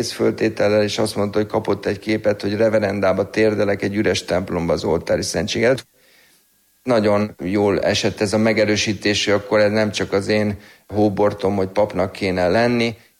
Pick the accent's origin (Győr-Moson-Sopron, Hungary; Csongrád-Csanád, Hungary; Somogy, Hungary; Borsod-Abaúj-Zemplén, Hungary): Győr-Moson-Sopron, Hungary; Sopron; Soproni származású vagyok